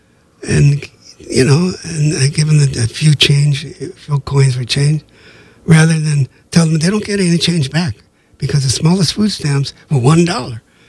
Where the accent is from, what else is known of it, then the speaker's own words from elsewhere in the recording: Los Angeles, California, United States; The best friend I ever had, Alex, who I grew up with in East LA, called me up occasionally at 1, 2, 3 in the morning after partying.